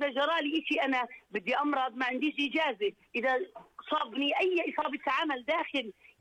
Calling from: Jordan; إحنا عايشين في ظل الرأي الهاشمية

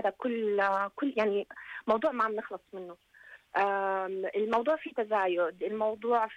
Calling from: Jordan; إحنا كمجتمع أردني

